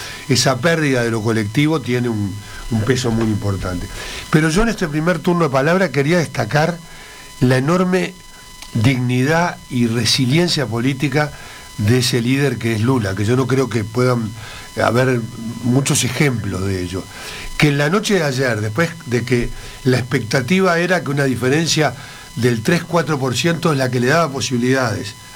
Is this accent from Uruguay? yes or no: yes; Uruguay; yo como uruguayo estoy pendiente, porque evidentemente a la suerte de Uruguay